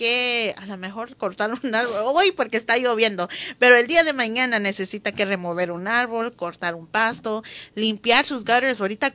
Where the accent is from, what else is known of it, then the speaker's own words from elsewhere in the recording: Florida, United States; now in Tennessee, United States; yo nací y crecí en Florida